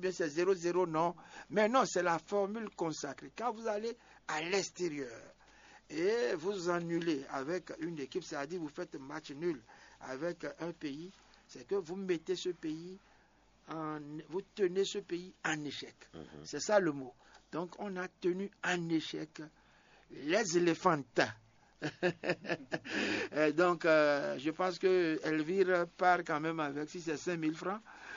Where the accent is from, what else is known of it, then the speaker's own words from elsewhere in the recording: Benin; chez nous au Bénin